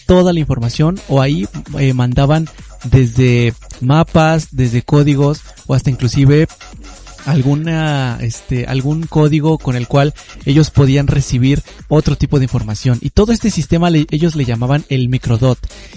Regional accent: Mexico

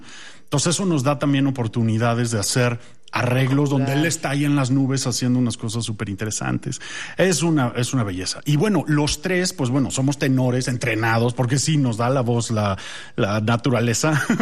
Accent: Mexico; somos de uno de Canadá, uno de Estados Unidos y yo, que soy mexicano

